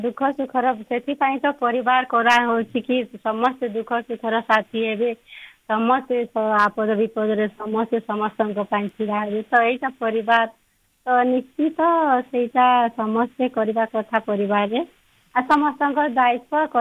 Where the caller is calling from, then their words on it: Bargarh, Odisha, India; ହଁ ମୁଁ ବରଗଡ଼ରୁ